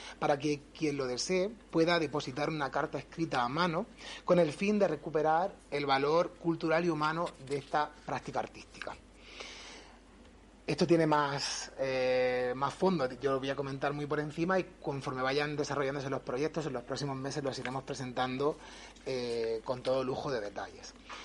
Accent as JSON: {"language": "Spanish", "town": "Bullas", "region": "Region of Murcia", "country": "Spain", "said": "nos ha hecho sentirnos orgullosos de los que somos de aquí de Bullas, de nuestro pueblo, ¿no? De que sea un pueblo que haya apostado tanto por la cultura desde los inicios de la democracia."}